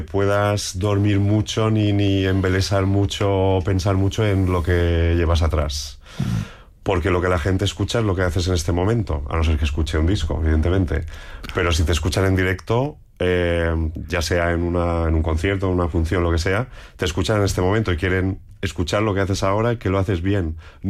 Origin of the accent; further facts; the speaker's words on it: Balearic Islands, Spain; moved away as an adult; now in Madrid, Spain; yo me fui de Mallorca, pues hará unos 25 años, sí, más o menos, sí, o alguno más. Y, o sea, ya llevo más tiempo fuera que en casa.